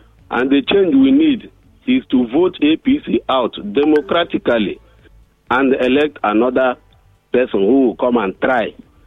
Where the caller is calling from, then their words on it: Lagos, Nigeria; calling from Ajegunle.